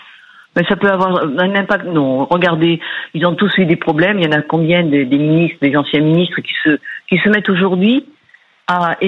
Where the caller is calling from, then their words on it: Gallargues-le-Montueux, Occitanie, France; Alors moi, je vous appelle du Gard, Galargue-le-Montieu.